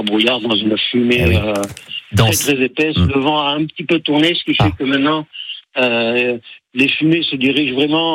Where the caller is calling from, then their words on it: Bouleternère, Occitanie, France; Je suis à Aboulternère, un petit peu sur le haut de Aboulternère.